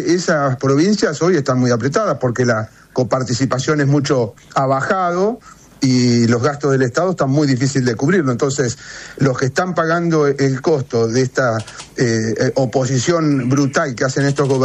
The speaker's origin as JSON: {"language": "Spanish", "region": "La Pampa", "country": "Argentina", "said": "soy de La Pampa, pueblos chicos, muy agropecuarios."}